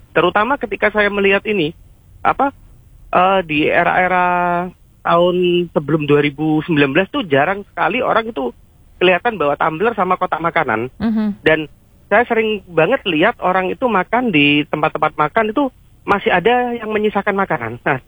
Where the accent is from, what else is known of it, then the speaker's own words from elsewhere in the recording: Jember, East Java, Indonesia; Karena kenapa di kota saya di Jember ini ya, ini ada peningkatan yang sangat signifikan